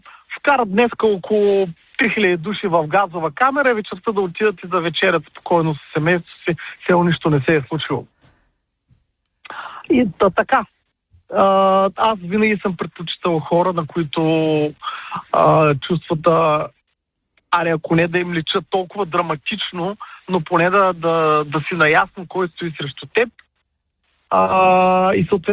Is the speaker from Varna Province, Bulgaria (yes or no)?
yes; Varna, Varna Province, Bulgaria; съм от Варна.